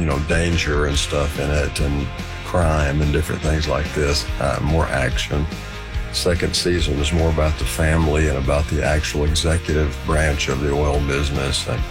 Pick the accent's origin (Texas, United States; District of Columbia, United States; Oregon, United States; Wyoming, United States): Texas, United States; Houston; now in Los Angeles, United States; I've been out here most of my life, but I came here from Houston